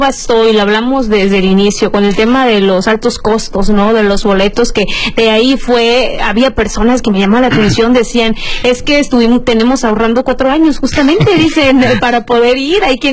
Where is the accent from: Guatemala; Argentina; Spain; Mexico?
Mexico; qué increíbles somos los mexicanos